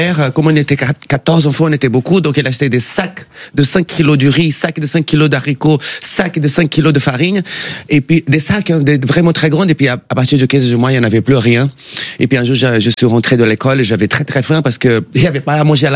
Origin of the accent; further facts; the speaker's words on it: Belém, Pará, Brazil; moved away; Je suis née au Brésil, à Belém, c'est l'état du Pará.